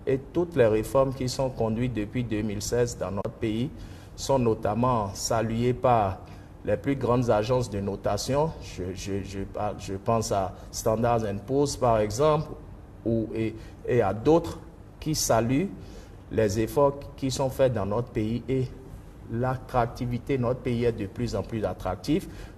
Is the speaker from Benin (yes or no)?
yes; Benin; chez nous au Bénin